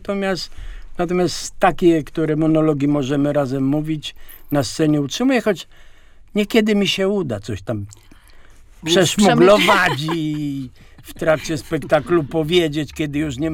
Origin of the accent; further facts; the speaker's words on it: Łódź, Łódź Voivodeship, Poland; born there; moved away as an adult; now in Tuszyn-Las, Poland; urodziłem się w Łodzi, mieszkałem od 30 paru lat, wyprowadziłem się z Łodzi, ale Tuszyn Las to nie jest daleko. Po prostu ze względu na zdrowie musiałem zmienić klimat, tak mi kazano. Natomiast czuję się łodzianinem